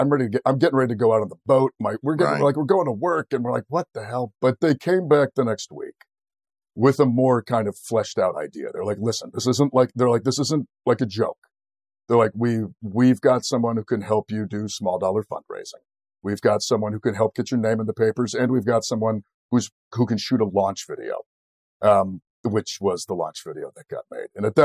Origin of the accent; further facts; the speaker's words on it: Maine, United States; moved away as an adult; also born or lived in Washington, District of Columbia, United States; in 2016, I moved back to Maine. And after I moved back to Maine, things changed significantly. I started getting help from the VA. I moved back to my hometown.